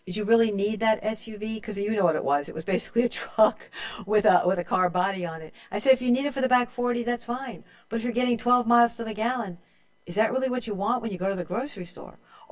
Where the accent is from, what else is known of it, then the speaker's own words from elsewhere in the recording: New York, United States; now in New Hampshire, United States; The only thing that was true was I was from New York.